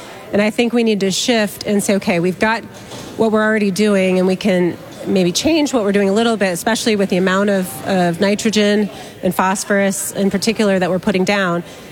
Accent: Mansfield, Ohio, United States; Yeah, I grew up in Central Ohio, Mansfield, Ohio. I went to school at Ohio State, did my undergrad and graduate work there in agricultural engineering.

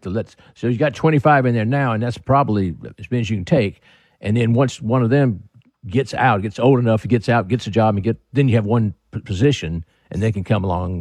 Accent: Dawson, Georgia, United States; I'm from Dawson, which is not far from you

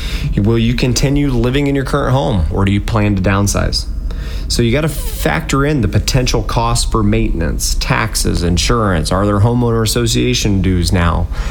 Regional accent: Dayton, Ohio, United States; we're actually from Dayton.

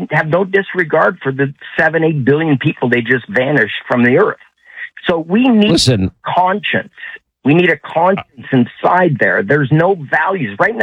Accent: Atlantic Canada, Canada; now in United States; Yeah, you know, I'm really from East Coast of Canada and I moved down to San Diego in 79.

